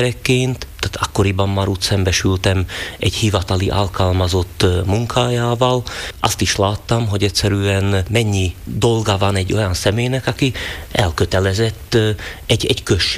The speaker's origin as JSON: {"language": "Hungarian", "town": "Turňa nad Bodvou", "region": "Košice Region", "country": "Slovakia", "tie": "born or raised there", "said": "Hát ugye mivel tornai vagyok"}